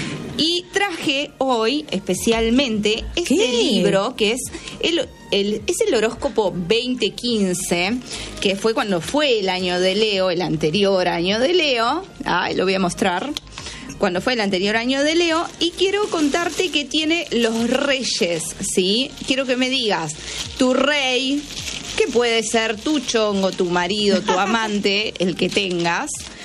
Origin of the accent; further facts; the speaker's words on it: Mar del Plata, Buenos Aires Province, Argentina; Yo soy de Mar del Plata y siempre vengo.